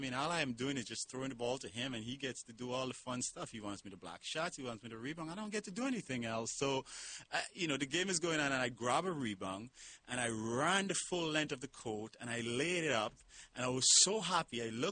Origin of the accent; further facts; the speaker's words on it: Canouan, Grenadines, St. Vincent & Grenadines; I went to, when I grew up in Canawan, which is, I told you, 3 miles and about 500 people.